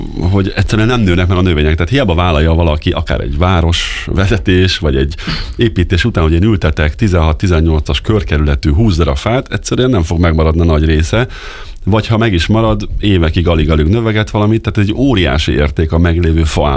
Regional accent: Cegléd, Pest, Hungary; például én ceglédi vagyok eredetileg, anyukámnál 0 milliméter volt, vagy 1.

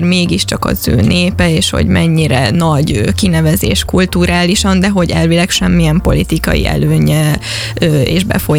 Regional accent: Szada, Pest, Hungary; born or raised there

